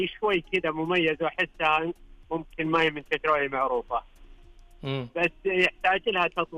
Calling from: Riyadh, Riyadh Province, Saudi Arabia

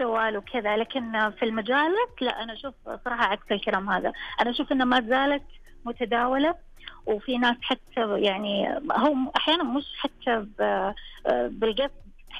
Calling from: Taif, Makkah Province, Saudi Arabia; من الطائف.

